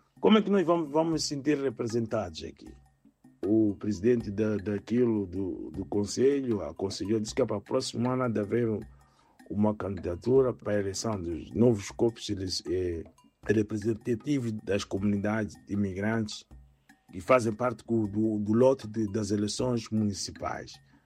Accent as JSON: {"language": "Portuguese", "country": "Mozambique", "lives_now": "Germany", "said": "Estamos aqui na Alemanha. A Alemanha é um Estado federal. E nós não temos nenhum projeto nenhum. Como moçambicanos aqui na Alemanha, isso não pode acontecer."}